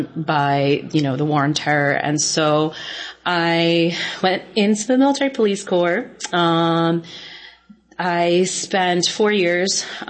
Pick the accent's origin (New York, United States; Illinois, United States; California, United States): New York, United States; Northport; I grew up in Northport, which is a very like arts heavy community.